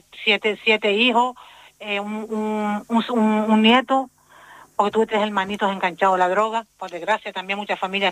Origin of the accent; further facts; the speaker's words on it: Canary Islands, Spain; yo sí he sido criada y nacida en La Reolla, donde hoy por hoy vivo.